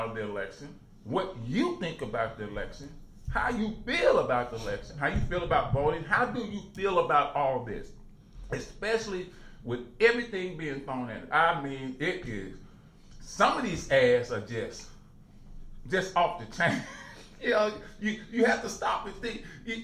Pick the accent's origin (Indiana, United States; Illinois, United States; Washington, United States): Illinois, United States; Chicago; this current president, he reminds me of growing up in Chicago, going on a street corner, and you got somebody selling everything out there, Trump.